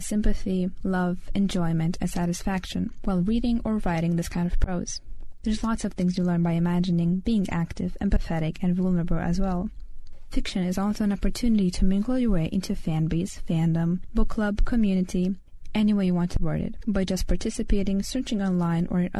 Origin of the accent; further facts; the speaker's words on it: Lithuania; English is a second language